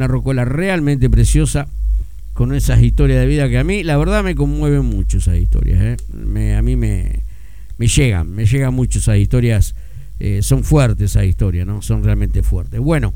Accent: Argentina; algo que nos interese a nosotros como argentinos.

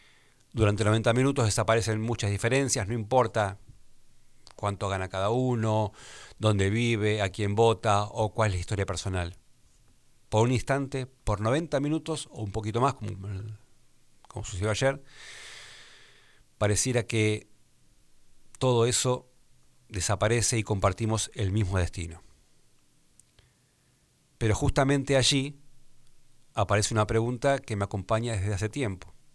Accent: Argentina; Así somos los argentinos.

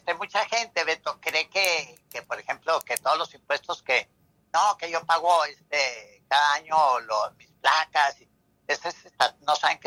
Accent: Camargo, Chihuahua, Mexico; Yo donde nací, en La Morelos y Ojinaga, estaban sin pavimentar, era terracería.

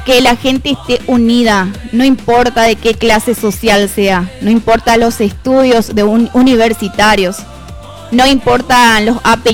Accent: Nueva Alborada, Itapúa, Paraguay; Podemos decir con orgullo que somos de Nueva Alborada, porque es una localidad hermosa, con gente maravillosa, con gente trabajadora, honesta, capaz

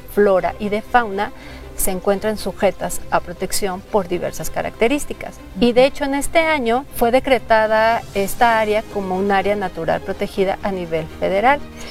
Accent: Mexico

